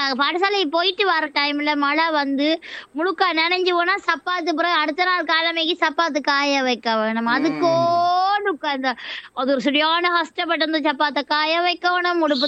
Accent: India; born there; moved away; இந்தியாவில் நான் அப்பா கூட இருந்த ஒரு இடத்துல

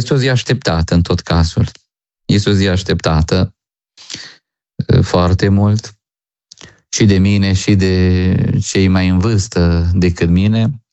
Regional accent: Țopa, Mureș County, Romania; born there; now in Cluj-Napoca, Romania; și din satul meu natal, din Țopa și din Boiu

